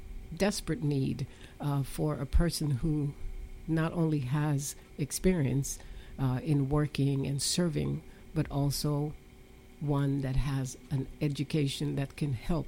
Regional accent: St. John, U.S. Virgin Islands; now in St. Thomas, US Virgin Islands; I'm from St. John, but I live on St. Thomas.

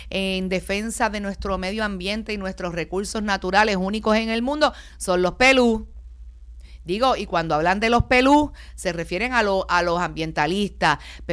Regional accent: Puerto Rico; porque así somos los puertorriqueños, ¿verdad?

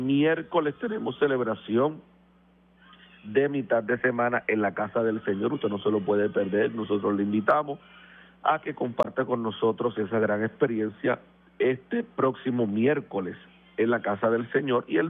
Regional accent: Puerto Rico; estoy con mi pueblo, allá con mi gente, dándole gracias al Señor y compartiendo con todos ustedes, porque amo Puerto Rico

